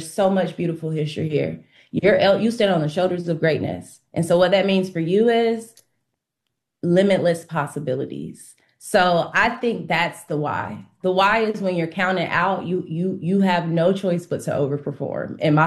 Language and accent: English; Kinston, North Carolina, United States; moved away as an adult; I remember being a young person in Kinston, and when you're from Kinston, it's like there's already a path you're supposed to walk that's been walked before.